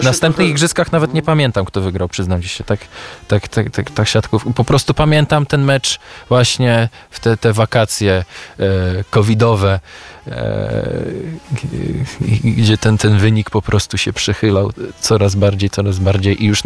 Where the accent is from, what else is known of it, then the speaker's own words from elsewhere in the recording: Olsztyn, Warmian-Masurian Voivodeship, Poland; jestem z Olsztyna